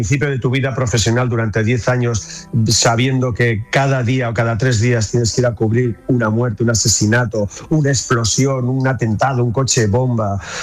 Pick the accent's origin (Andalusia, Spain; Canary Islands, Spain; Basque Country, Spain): Basque Country, Spain; yo era un tipo con 29 años al que le mandan al País Vasco, de donde soy yo.